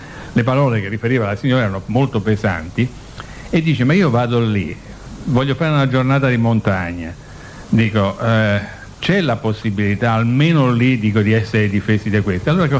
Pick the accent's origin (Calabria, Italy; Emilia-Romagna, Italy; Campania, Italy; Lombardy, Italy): Lombardy, Italy; Milan; evidente nel luogo dal quale vengo, da Milano